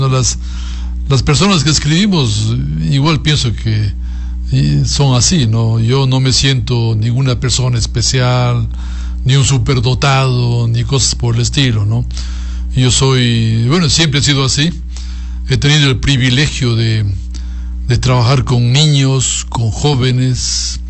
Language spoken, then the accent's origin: Spanish; Macas, Morona Santiago, Ecuador; Yo soy macabeo, nací aquí en Macas, y mis padres son de aquí de Macas, mis abuelos de aquí de Macas. Yo nací aquí, trabajé aquí, me jubilé y vivo aquí, ¿no? Con mi esposa, con mis hijos